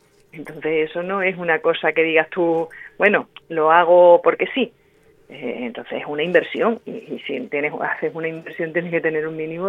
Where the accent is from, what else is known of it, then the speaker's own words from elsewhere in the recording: Ceuta, Spain; lo que tenemos que seguir exigiendo es un parking exclusivo para las mercancías de Ceuta, porque somos españoles.